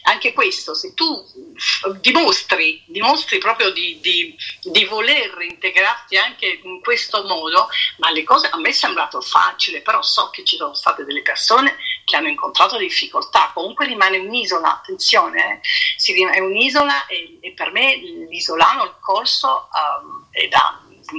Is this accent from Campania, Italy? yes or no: yes; Naples, Campania, Italy; moved away as an adult; also born or lived in Réunion / Brittany; now in Corsica, France; Io sono napoletana, io sono di Napoli